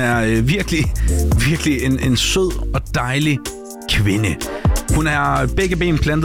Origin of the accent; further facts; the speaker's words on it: Jutland, Denmark; jeg er jyde.